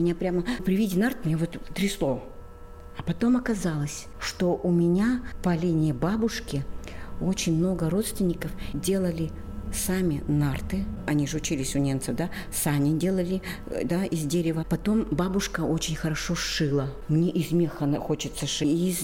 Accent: Nenets Autonomous Okrug, Russia; born there; Я родилась в Ненецком автономном округе, мне очень сложно вот разделять. И даже когда общаюсь со зрителями, да, мне очень сложно, потому что я там живу. И поэтому я когда говорю «ненцы», я все время говорю «вот мы». Хотя я коми

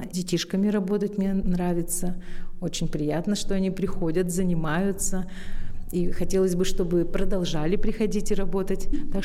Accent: Petrun, Komi Republic, Russia; born there; Я родилась в Петруне, это Интинский район.

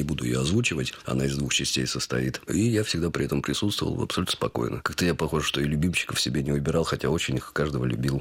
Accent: Altai Krai, Russia; born or raised there; moved away

